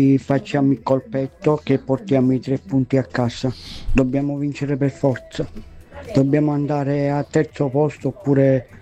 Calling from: Castellammare di Stabia, Campania, Italy; Sono di Castellammare di Stabia. … juventino.

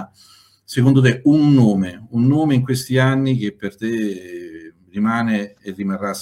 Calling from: Lazio, Italy; un ragazzo delle mie parti, di Ferentino

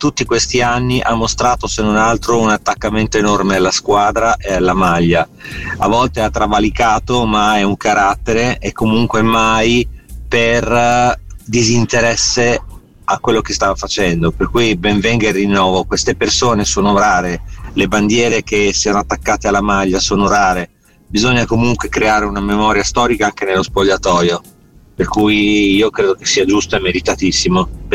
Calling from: Forlì, Emilia-Romagna, Italy; da Forlì.

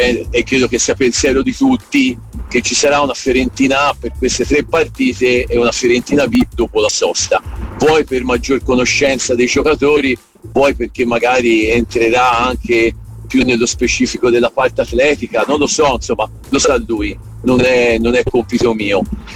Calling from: Fucecchio, Tuscany, Italy; da Fuscecchio.

